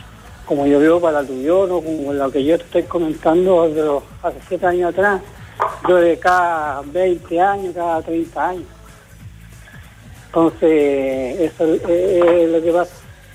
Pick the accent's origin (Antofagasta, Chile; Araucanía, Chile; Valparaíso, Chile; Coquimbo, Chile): Antofagasta, Chile; Y yo soy antofagastino, nacido y criado.